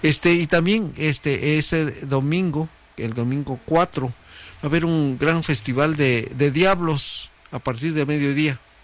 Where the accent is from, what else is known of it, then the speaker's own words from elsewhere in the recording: Huajuapan de León, Oaxaca, Mexico; now in Fresno, United States; de Miltepec y Tixtepec, Uajuapan de León, Oaxaca, que está en la carretera entre Uajuapan de León y Tehuacán, Puebla, cerca de Chazumba. De allá soy yo